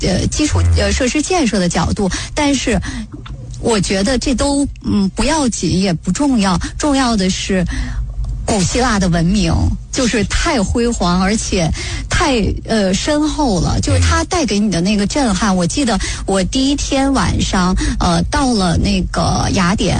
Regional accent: China; 我们中国人

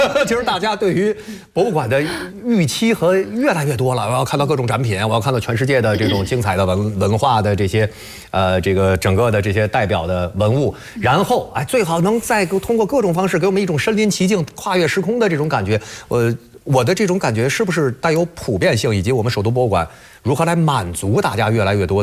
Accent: China

